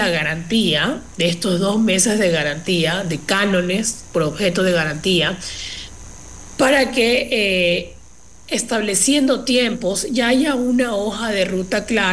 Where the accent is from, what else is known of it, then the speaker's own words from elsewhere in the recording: Los Ríos, Ecuador; Yo soy de la provincia de Los Ríos. Yo tengo que regresar a mi provincia porque vivo allá. Entonces, claro, yo estoy bajo una figura de arrendamiento aquí en Quito.